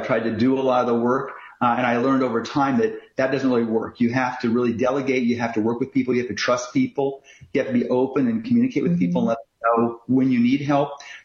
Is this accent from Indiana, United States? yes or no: yes; Indiana, United States; Yeah, I grew up in southern Indiana in a very small town of about 100 people.